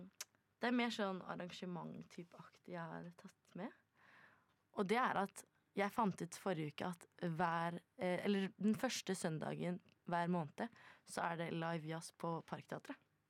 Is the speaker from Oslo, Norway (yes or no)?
yes; Oslo, Norway; jeg er fra Oslo.